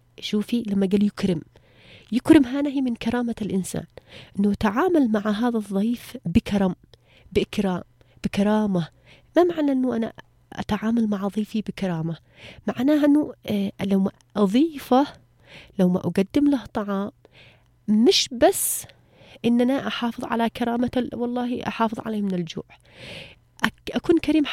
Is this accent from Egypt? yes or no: no; Yemen; احنا مجتمع يمني تربى على مفهوم الكرم، على الشهامة، على إكرام الضيف.